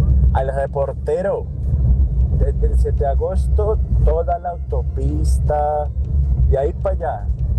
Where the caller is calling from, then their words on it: Cali, Valle del Cauca, Colombia; como caleño que soy.